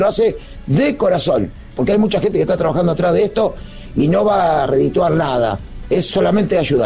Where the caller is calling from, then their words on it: Carcarañá, Santa Fe, Argentina; yo soy de Carcaranía, ni siquiera soy de Rosario